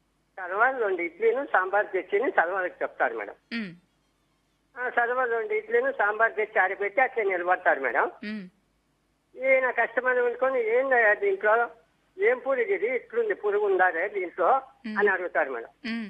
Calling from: Anantapur, Andhra Pradesh, India; నేను అనంతపూర్ ఆర్టిస్ట్ నుంచి

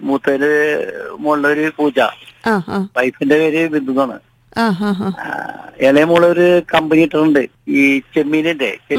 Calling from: North Paravur, Kerala, India; എന്റെ വടക്കൻ പറവൂര്.

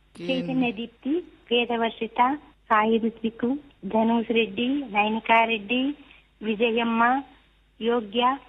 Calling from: Brahmanakotkur, Andhra Pradesh, India; మాది బ్రాహ్మణకొట్కూరండి, కర్నూలు జిల్లా.

